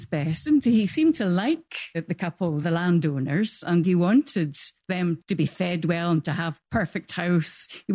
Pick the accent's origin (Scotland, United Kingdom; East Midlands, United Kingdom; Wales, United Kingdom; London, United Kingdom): Scotland, United Kingdom; Edinburgh; I'm from Edinburgh.